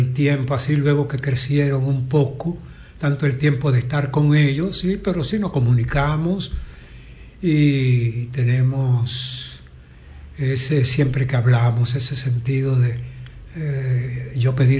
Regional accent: Dominican Republic; Soy dominicano.

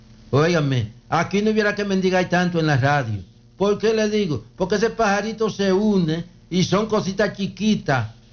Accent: Dominican Republic; allá en mi tierra, La Canela

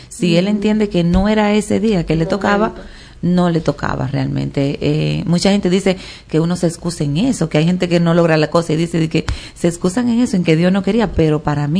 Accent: Concepción de La Vega, La Vega, Dominican Republic; como yo soy de La Vega, yo sé que es Concepción de La Vega, uh-huh, que se llama

